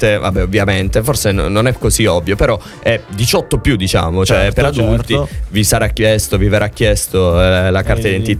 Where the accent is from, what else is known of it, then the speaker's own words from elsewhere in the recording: Noci, Apulia, Italy; perché io sono di Noci, certo, quindi provincia di Bari